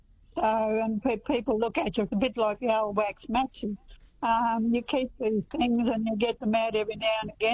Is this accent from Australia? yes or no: yes; Stanthorpe, Queensland, Australia; I grew up in Stanthorpe, and when I was little, I used to work in the sheds, packing sheds